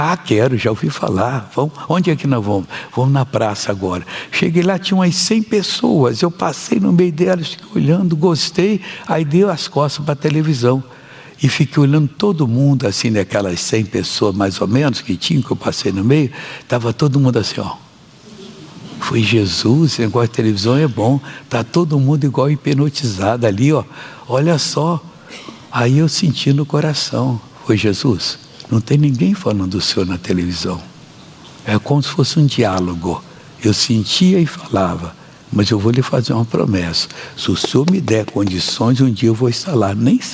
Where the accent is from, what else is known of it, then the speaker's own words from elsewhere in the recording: Espírito Santo, Brazil; moved away; um garoto simples, lá no Espírito Santo, onde eu nasci, filho de um pedreiro